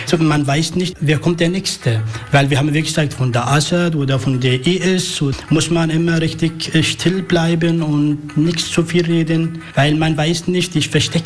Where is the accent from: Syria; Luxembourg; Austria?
Syria; Tishrin; German is a second language; now in Germany; Ich komme aus Syrien, geboren in Tischrin, der ist Nordsyrien, Grenze von der Irak.